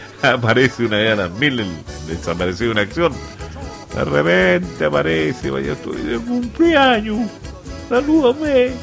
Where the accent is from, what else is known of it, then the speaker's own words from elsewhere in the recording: Lota, Biobío, Chile; now in Coronel, Chile; yo soy de Coronel, pero soy nacido y criado acá en Lota y ya me fui para Coronel.